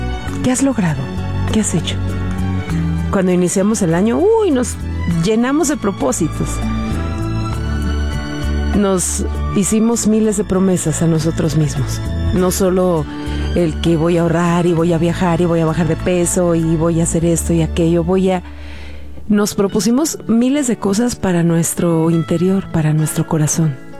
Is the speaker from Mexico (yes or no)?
yes; Mexico; nuestro país, por nuestra cultura, nuestras tradiciones, por lo que nos representa, por nuestra identidad como mexicanos.